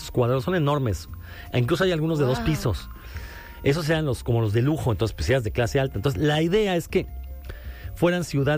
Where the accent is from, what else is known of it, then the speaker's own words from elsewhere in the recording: Mexico City, Mexico; los que crecimos en Tlatelolco, es un lugar donde pasamos nuestra infancia, es un lugar cultural muy, muy bonito, tiene la Plaza de las Tres Culturas